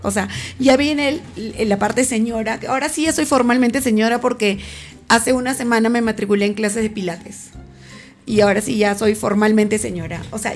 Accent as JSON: {"language": "Spanish", "country": "Peru", "also_born_or_lived": "El Alto, Bolivia", "moved": "as an adult", "said": "porque soy peruana."}